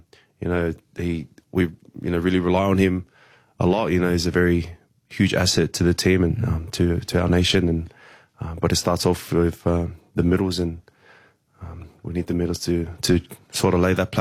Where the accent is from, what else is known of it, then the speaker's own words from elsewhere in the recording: Tonga; there's a bit of history between us Tongans and Samoans.